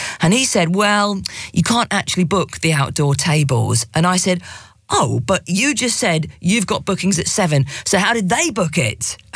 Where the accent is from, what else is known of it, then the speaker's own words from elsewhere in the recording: Birmingham, West Midlands, United Kingdom; I'm actually a Brummie and we eat really fast.